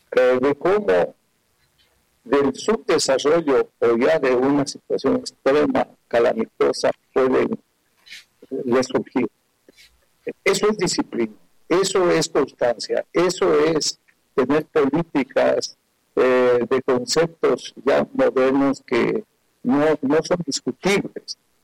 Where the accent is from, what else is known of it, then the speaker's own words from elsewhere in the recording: Ecuador; para los ecuatorianos que somos latinoamericanos